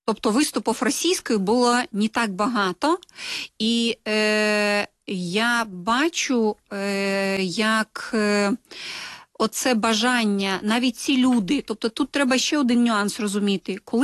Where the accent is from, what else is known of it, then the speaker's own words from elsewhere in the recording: Belarus; Ми вже розуміємо, що ми білоруси. І я, як приклад людини, якою виховували в радянські часи, не виховували як білоруса.